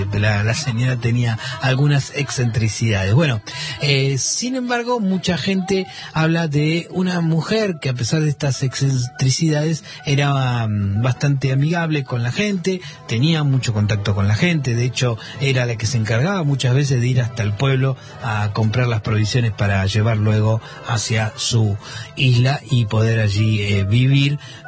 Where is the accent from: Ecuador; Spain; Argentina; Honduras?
Argentina